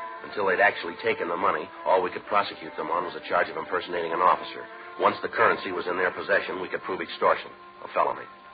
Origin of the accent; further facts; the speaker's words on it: Chicago, Illinois, United States